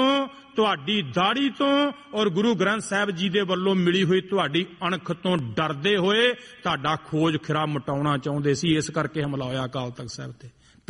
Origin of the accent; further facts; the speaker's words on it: Punjab, India; moved away; ਅਸੀਂ ਉਸ ਇਲਾਕੇ ਦੇ ਹਾਂ ਜਿਨ੍ਹਾਂ ਇਲਾਕਿਆਂ ਵਾਸਤੇ ਤੁਹਾਡੇ ਕੰਨੀ ਇਹ ਕਹਾਵਤਾਂ ਪਈਆਂ ਨੇ ਵੀ 20-20 ਸਾਲ ਉਹਨਾਂ ਪਿੰਡਾਂ ਚੋਂ ਬਰਾਤਾਂ ਨਹੀਂ ਚੜੀਆਂ